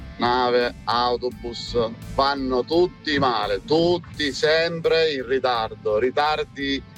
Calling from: Catania, Sicily, Italy; da Catania.

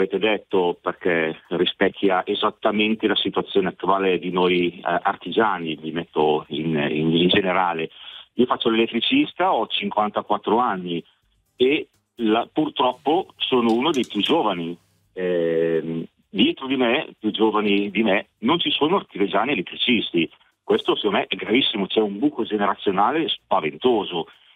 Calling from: Lombardy, Italy; Della provincia di Cremona, un piccolo paesino di Barolo del Re.

